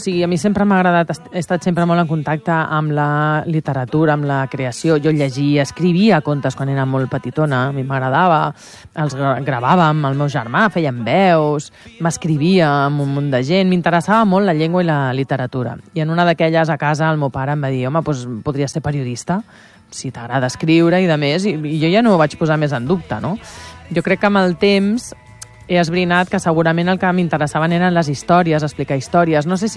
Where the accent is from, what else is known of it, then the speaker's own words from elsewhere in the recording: Valencia, Valencian Community, Spain; now in Barcelona, Spain; Jo em vaig criar a València. I quan acabo l'institut, vinc a Barcelona a estudiar.